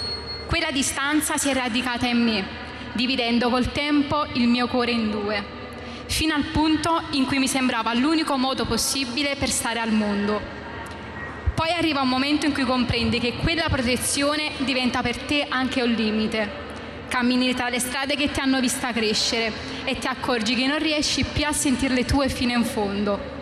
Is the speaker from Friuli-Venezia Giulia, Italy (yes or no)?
no; Naples, Campania, Italy; Io sono nata e cresciuta a Rione Sanità di Napoli